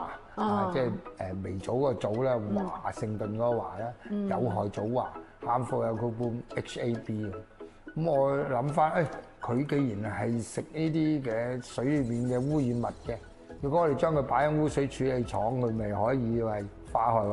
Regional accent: Shunde, Guangdong, China; 反而咧就真係落地咧，就翻我家鄉順德佛山區嘅佛山順德區裏面咧去搞呢件事咧

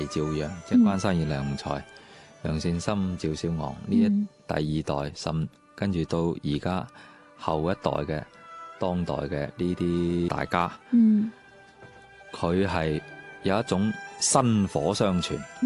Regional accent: Guangdong, China

